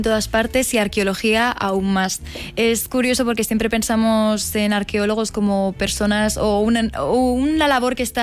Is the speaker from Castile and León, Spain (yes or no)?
yes; Segovia, Castile and León, Spain; now in Madrid, Spain; yo soy de Segovia, yo he crecido en una ciudad donde puedes ver la Edad Moderna y la Edad Media en sus calles.